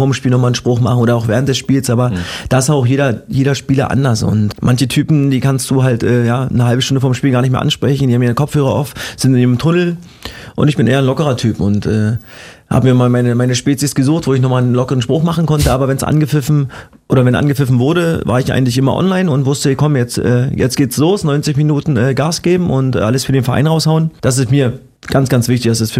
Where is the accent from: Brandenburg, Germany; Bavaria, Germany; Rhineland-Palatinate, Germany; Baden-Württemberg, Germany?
Brandenburg, Germany; Cottbus; born there; Also ich bin gebürtiger Cottbusser und ich war meine ganze Fußballkarriere nie weiter weg als 100 Kilometer